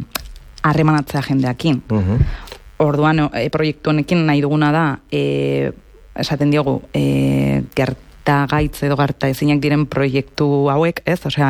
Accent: Pamplona, Navarre, Spain; Errotxapean, ni Errotxapeatik nator

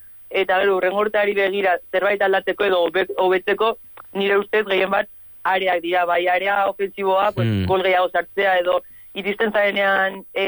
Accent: Pamplona, Navarre, Spain

